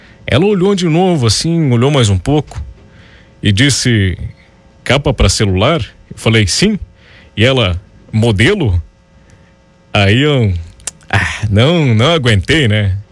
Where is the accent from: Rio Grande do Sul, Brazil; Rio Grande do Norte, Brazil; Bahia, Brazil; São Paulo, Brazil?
Rio Grande do Sul, Brazil; como gaúcho ou gaúcha